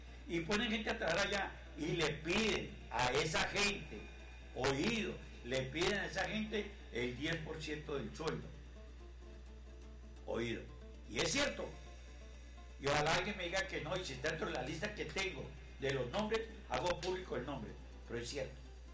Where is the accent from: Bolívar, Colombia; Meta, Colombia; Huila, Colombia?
Meta, Colombia; Villavicencio; also born or lived in Puerto Rico; usted es de Villavicencio, yo también. Bueno, yo nací en Puerto Rico, pero me crié acá, en Villavicencio.